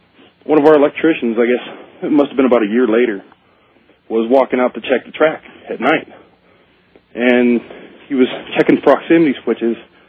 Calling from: Quartz Hill, California, United States; in Quartz Hill.

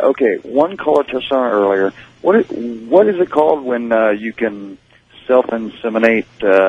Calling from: Columbus, Ohio, United States; in Columbus, Ohio, listen to you on 610 WTVN.

